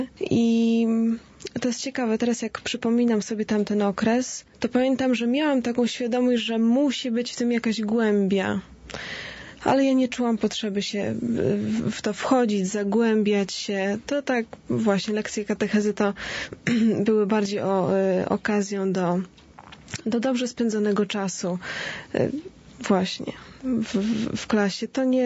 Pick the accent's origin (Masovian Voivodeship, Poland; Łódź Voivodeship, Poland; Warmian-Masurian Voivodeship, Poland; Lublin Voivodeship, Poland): Łódź Voivodeship, Poland; Łódź; chociaż moi rodzice, mój tato pochodzi z mniejszej miejscowości, ale ja już od urodzenia mieszkam w Łodzi, jestem łodzianką.